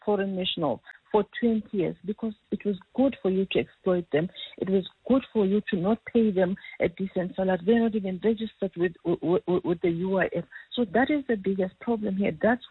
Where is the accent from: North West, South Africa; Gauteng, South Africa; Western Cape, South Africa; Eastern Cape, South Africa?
Gauteng, South Africa; Yeoville; I mean, if you go to Yeovil, I grew up in Yeovil. Yeovil says nothing about South Africa.